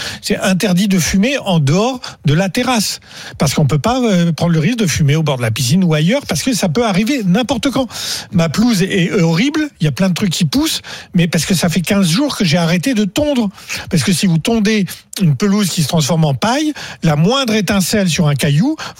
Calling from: Nouvelle-Aquitaine, France; Chez moi, en Dordogne, j'habite dans le Périgord vert.

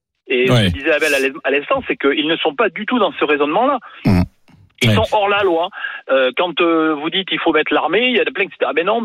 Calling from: Bordeaux, Nouvelle-Aquitaine, France; Moi, j'habite à Bordeaux

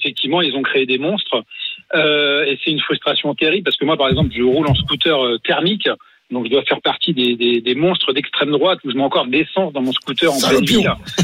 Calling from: Paris, Île-de-France, France; moi, j'habite le 15e, j'habite à Paris.

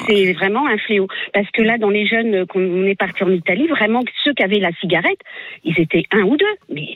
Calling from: Truyes, Centre-Val de Loire, France; Je vous appelle de Truy, en Indre-et-Loire.

